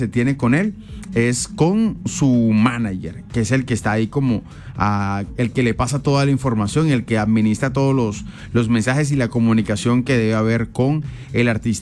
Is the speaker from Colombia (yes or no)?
yes; Colombia; Yo creo que es algo que, hombre, nos llena de orgullo como colombianos.